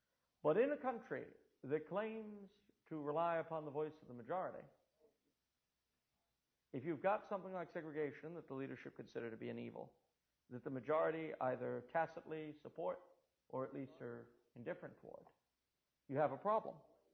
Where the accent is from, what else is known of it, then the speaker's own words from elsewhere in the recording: United States; I could tell you why as a Catholic, but I can't tell you why as an American.